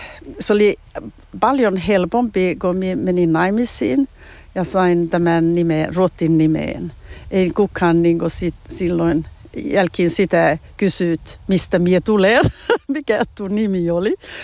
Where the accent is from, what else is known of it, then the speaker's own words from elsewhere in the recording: Norrbotten County, Sweden; mutta en minä usko, että se on niin kuin, että minä olen tornionlaaksolainen